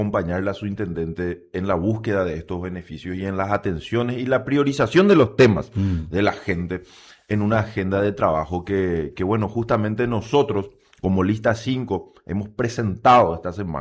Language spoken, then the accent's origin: Spanish; Encarnación, Itapúa, Paraguay; El barrio San Pedro, que es de donde vengo